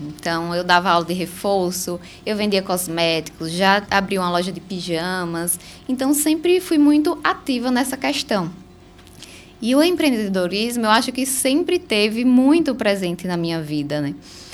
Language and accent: Portuguese; Bahia, Brazil; eu sou da Bahia, mas também tenho clientes aqui em Sergipe.